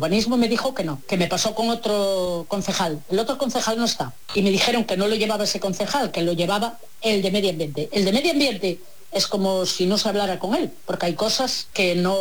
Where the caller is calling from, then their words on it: Galicia, Spain; Yo soy de Rexó y vivo en Rexó.